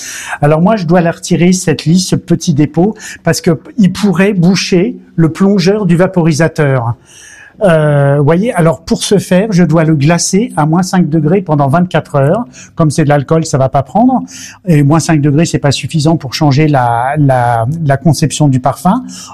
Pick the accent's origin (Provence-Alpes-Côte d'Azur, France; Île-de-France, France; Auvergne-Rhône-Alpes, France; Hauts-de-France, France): Provence-Alpes-Côte d'Azur, France; Toulon; now in Namur, Belgium; j'ai une enfance plutôt française, je suis né à Toulon, et comme vous venez de le dire, mon père était sous-marinier, et comme vous venez de le dire, mes origines sont bretonnes.